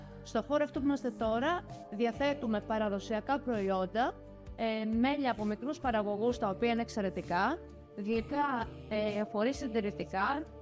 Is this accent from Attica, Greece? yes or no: yes; Athens, Attica, Greece; now in Ligia, Greece; Εγώ είμαι από Αθήνα. Η καταγωγή μου ήταν Θρακομακεδόνη. Στα τελευταία 16 χρόνια μένουμε στη Λιγιά